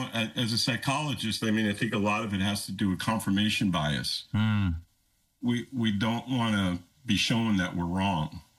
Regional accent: New York, United States; At 15, 16, it sounds crazy now, but back then, growing up in New York, You didn't have photo IDs.

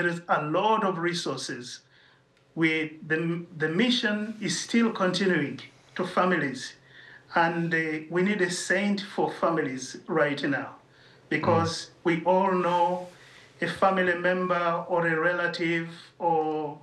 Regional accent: Uganda; moved away; I come from Uganda, from East Africa, and I worked much of the time in that region.

